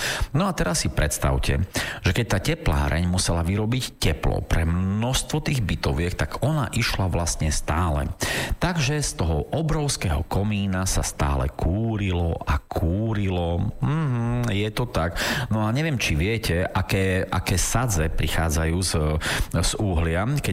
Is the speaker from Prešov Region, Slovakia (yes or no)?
yes; Bardejov, Prešov Region, Slovakia; Ja napríklad pochádzam z Bardejova, to som hovoril, z takého malého mestečka, kde nie je žiadna továra, nie je tam naozaj čistý vzduch.